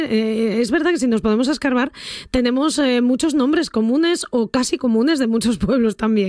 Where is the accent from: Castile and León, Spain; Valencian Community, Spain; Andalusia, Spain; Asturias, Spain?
Asturias, Spain; todos somos muy asturianos